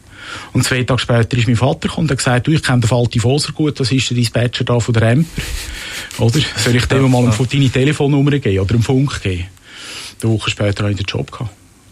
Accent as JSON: {"language": "German", "town": "Rümlang", "region": "Zurich", "country": "Switzerland", "tie": "born or raised there", "said": "Ich bin zu Römlang, wo ich aufgewachsen bin, früh sozialisiert worden, kirchlich."}